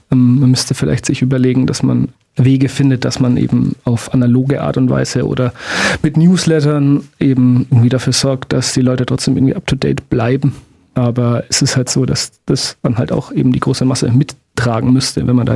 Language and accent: German; Bavaria, Germany; Also ich bin Mann, ich komme aus Franken